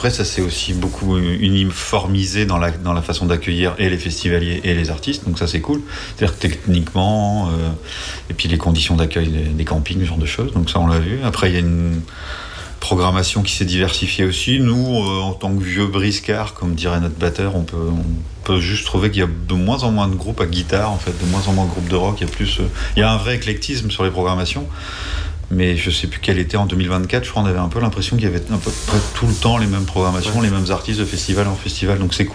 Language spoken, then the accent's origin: French; Brittany, France; on se moque souvent en tant que breton du nom des festivals